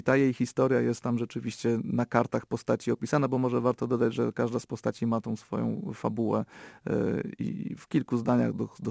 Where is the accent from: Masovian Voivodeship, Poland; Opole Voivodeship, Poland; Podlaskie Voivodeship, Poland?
Opole Voivodeship, Poland; Grodków; Stąd ten Grodków, więc troszkę wyrosłem w tych klimatach i jest to mi rzeczywiście bliskie.